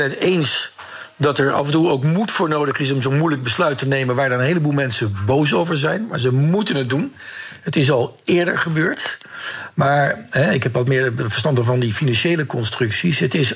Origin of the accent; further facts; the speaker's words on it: Netherlands; wij als Nederlanders